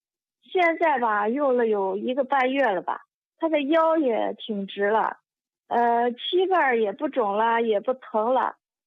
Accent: Beijing, China; 哦，我家是北京的。

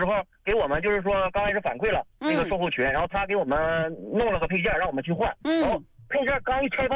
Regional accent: Northeast China, China; accent: Northeastern (Dongbei) dialect; 像我们东北话的

